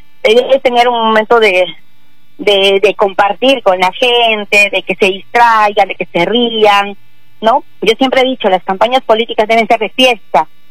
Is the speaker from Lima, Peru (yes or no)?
no; Mejía, Arequipa, Peru